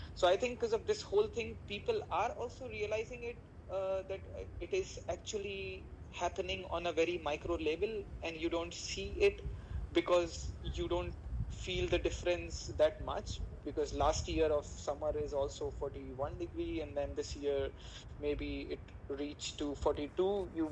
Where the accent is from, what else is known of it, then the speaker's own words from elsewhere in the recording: India; English is a second language; So, well, if I put it like, I mean, I come from India, and India is a tropical country.